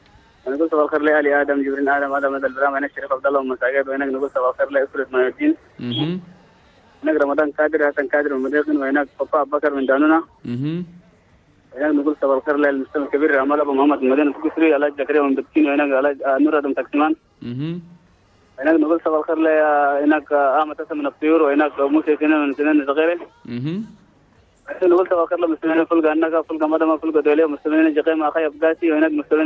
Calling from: N'Djamena, Chad

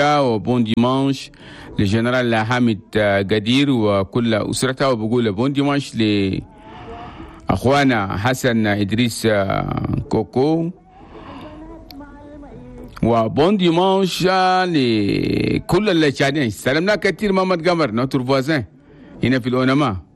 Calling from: Abéché, Ouaddaï, Chad; من مدينة عبشي.

